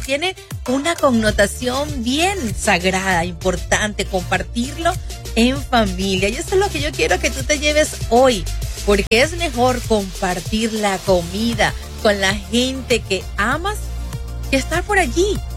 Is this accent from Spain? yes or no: no; Venezuela; now in United States; yo que soy venezolana